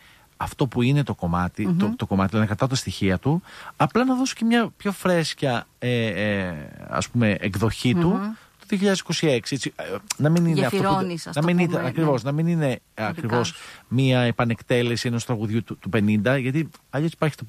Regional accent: Athens, Attica, Greece; επειδή εγώ γεννήθηκα και μεγάλωσα στην Αθήνα

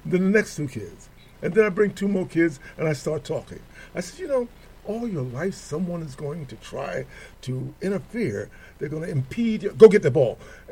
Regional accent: New York City, New York, United States; when I was a young kid growing up in Harlem with all that Harlem had

